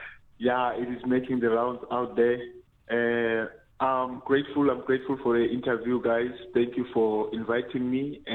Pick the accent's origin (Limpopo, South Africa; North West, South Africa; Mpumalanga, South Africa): North West, South Africa; Klerksdorp; Let me correct. I'm from Klerksdorp. Yes. Klerksdorp, Ogunigana.